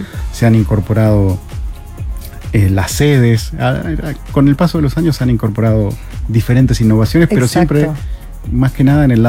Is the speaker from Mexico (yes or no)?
no; Argentina; now in Chile; yo siendo argentino